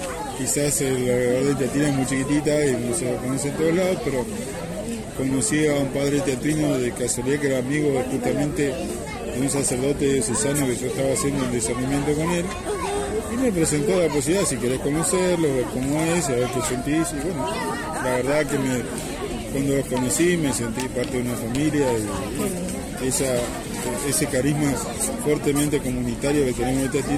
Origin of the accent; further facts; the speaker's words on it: Argentina; a recuperar lo que somos, porque el argentino es un pueblo creyente, yo sé que es así